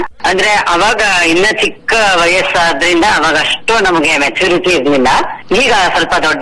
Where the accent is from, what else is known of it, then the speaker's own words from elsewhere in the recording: Hosahalli, Karnataka, India; ನಮ್ಮ ಊರು ಹೊಸಹಳ್ಳಿ ಅಂತ, ಅದು ನಮ್ಮೂರ ಫುಲ್ ಫೇಮಸ್ ಗಮಕ ಗ್ರಾಮ ಅಂತ.